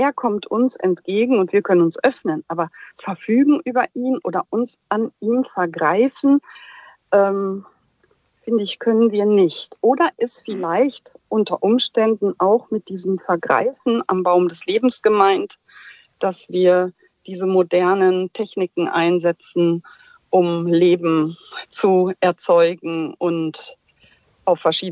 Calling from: Friedrichsdorf, Hesse, Germany; Ich komme aus Friedrichsdorf im Vordertaunus.

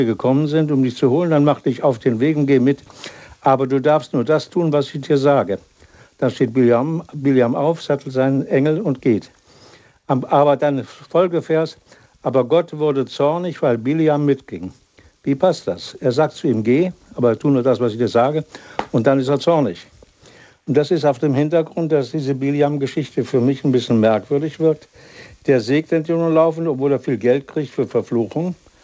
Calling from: Lower Saxony, Germany; Ich rufe aus Südfriesland an, also etwas im Norden.

